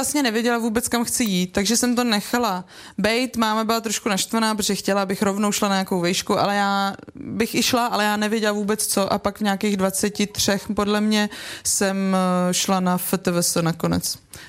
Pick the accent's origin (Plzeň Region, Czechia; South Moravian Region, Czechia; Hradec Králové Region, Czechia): Hradec Králové Region, Czechia; Vrchlabí; now in Prague, Czechia; jsem chodila na strážný u nás ve Vrchlabí na koně